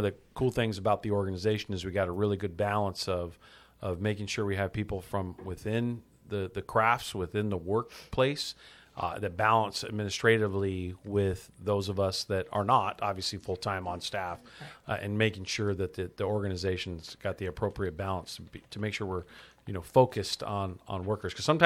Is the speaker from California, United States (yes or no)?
yes; Fontana, California, United States; So I grew up in Fontana.